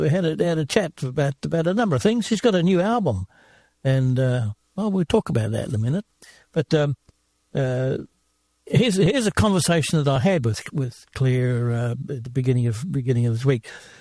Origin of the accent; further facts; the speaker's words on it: New Zealand; now in Australia; I'm not an Australian. I'm from New Zealand, and my kids think I should become an Australian citizen, but I'm reluctant. I don't want to let go the final link to my home.